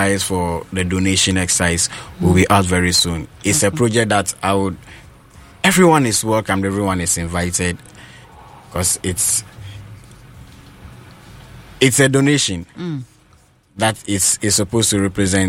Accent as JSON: {"language": "English", "area": "Wulensi district", "region": "Northern Region", "country": "Ghana", "said": "So I come from Lungi, a small community under the Wulensi district"}